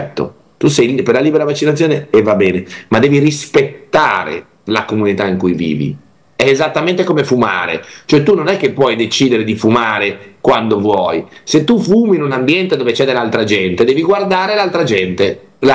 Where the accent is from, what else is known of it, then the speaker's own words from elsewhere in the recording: Liguria, Italy; Io mi vergogno di questi dati da Ligure.